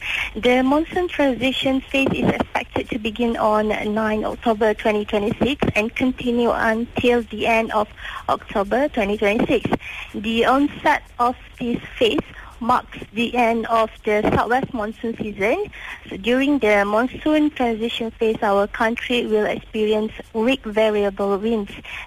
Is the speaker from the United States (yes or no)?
no; Malaysia; So as a Malaysian